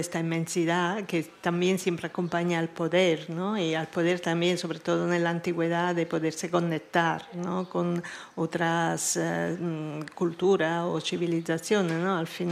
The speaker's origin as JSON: {"language": "Spanish", "town": "Naples", "region": "Campania", "country": "Italy", "moved": "yes", "lives_now": "Madrid, Spain", "said": "yo soy de Nápoles, cuando vine a Madrid, la primera cosa que pensé, qué lejos está el mar"}